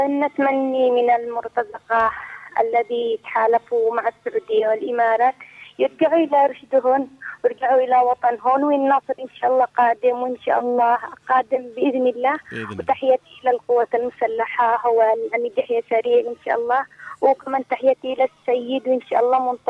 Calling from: Raymah, Yemen; من محافظة ريمة

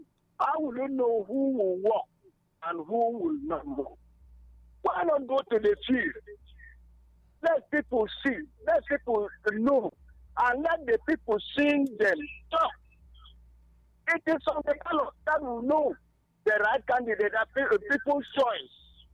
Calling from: Ikom, Cross River, Nigeria; I'm from Ikom, Rosh.

